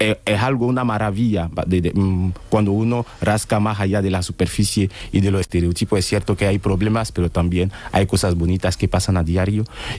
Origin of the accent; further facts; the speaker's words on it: Côte d’Ivoire; Spanish is a second language; yo mismo, habiendo estudiado en Costa de Marfil, mi país de origen, he estudiado español durante 5 años en el instituto.